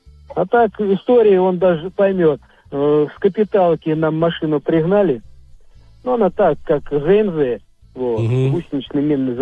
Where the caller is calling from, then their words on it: Tambov, Tambov Oblast, Russia; С Тамбова.